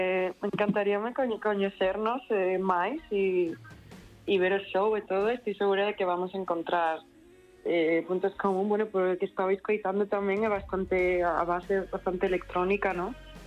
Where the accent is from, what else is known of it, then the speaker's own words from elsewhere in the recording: Galicia, Spain; Galician is a second language; also born or lived in London; now in Madrid, Spain; anda que eu son galega, pero hace muchísimos años que vivo en Madrid y he vivido en Londres, entonces o meu galego como que non é a miña primeira lingua para nada.